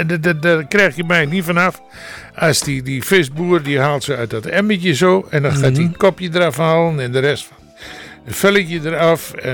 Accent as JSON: {"language": "Dutch", "country": "Netherlands", "said": "Daar zijn we Nederlanders voor."}